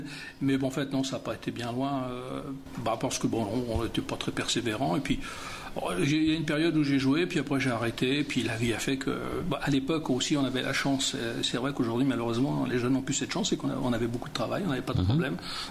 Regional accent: Aubervilliers, Île-de-France, France; Ah, j'étais d'Aubervilliers, oui.

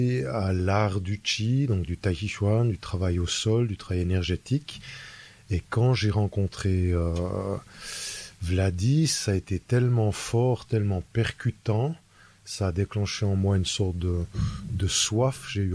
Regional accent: Switzerland; born there; je suis né en Suisse, j'ai 46 ans

